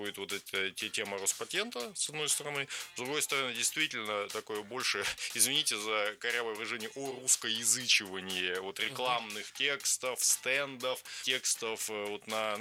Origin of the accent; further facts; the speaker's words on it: Sakha Republic, Russia; Я сам родился и вырос в Якутии, да, во мне что-то якутская кровь.